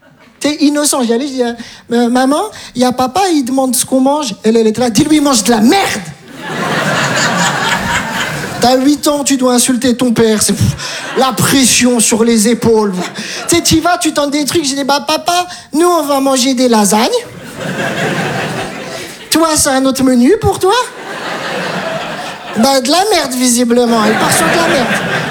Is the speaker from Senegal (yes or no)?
no; Metz, Grand Est, France; Je viens de Metz, j'ai tout abandonné.